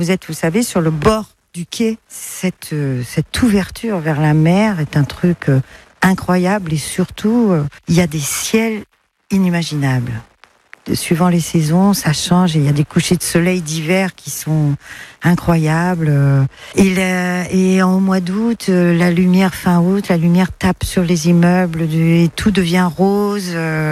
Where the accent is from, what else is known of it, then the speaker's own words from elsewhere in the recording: Marseille, Provence-Alpes-Côte d'Azur, France; born there; Bah oui, je suis née ici, donc je suis d'ici.